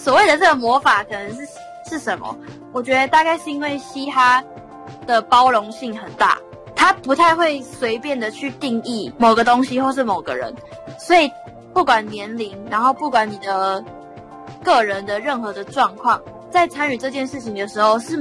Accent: Keelung, Taiwan; 我本身是基隆人

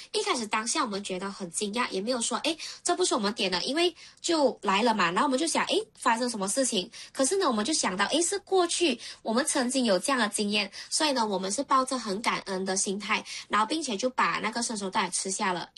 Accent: Malaysia; 我本身是马来西亚人啦，但是呢我是在新加坡上班

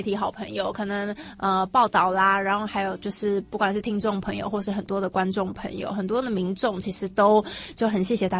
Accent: Taichung, Taiwan; moved away as an adult; 选择我的家乡，就是回到台中这边来。

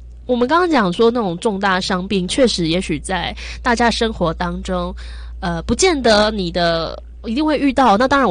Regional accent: Tainan, Taiwan; 因为我老家在台南，所以那时候人在台南。

